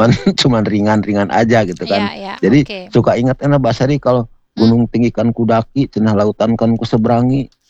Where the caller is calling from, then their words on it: Bandung, West Java, Indonesia; Saya dari Jawa Barat nih, di Bandung Timur ya.